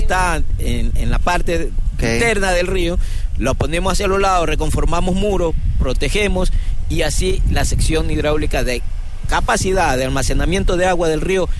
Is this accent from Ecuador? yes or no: yes; Ecuador; nosotros como ecuatorianos